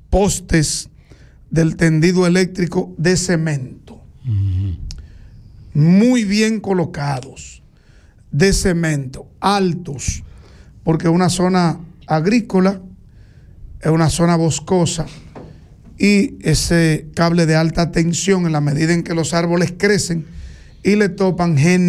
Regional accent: Barahona, Dominican Republic; born there; en La Vija podía haber luz eléctrica si yo era presidente de la República, que es el lugar donde yo nací.

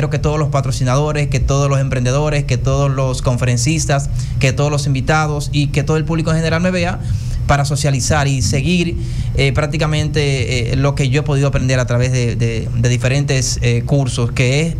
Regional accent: Dominican Republic

